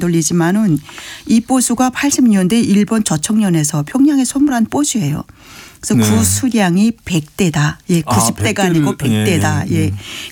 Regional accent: North Korea; now in South Korea

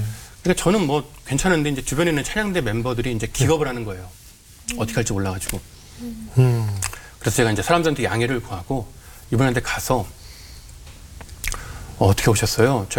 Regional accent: Chuncheon, Gangwon, South Korea; 제가 고향이 강원도 춘천인데 춘천까지 오셔서 교회를 찾아오신 거예요.

